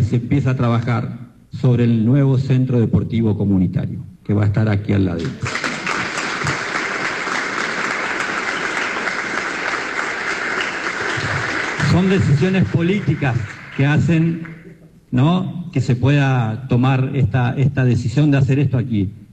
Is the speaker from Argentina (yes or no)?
yes; Junín de los Andes, Neuquén, Argentina; Soy un vecino de Junín de los Andes, me crié en el barrio Primeros Pobladores, vecino con Andrés.